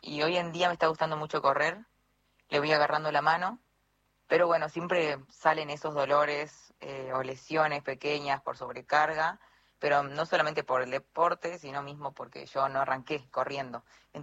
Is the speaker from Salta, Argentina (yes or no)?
yes; Salta, Argentina; now in Buenos Aires, Argentina; De Salta, Salta Capital.